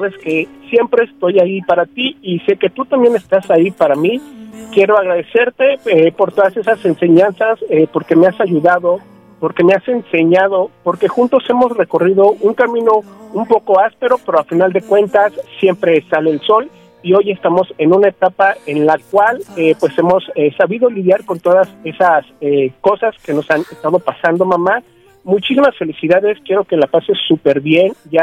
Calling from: Villahermosa, Tabasco, Mexico; Yo me encuentro en Villahermosa, Tabasco

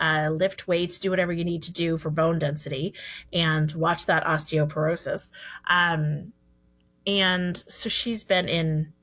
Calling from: Newtown, Pennsylvania, United States

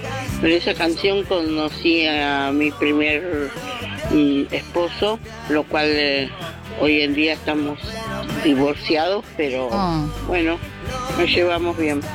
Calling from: Virrey del Pino, Buenos Aires Province, Argentina; Hola, radio. … de Virrey del Pino.

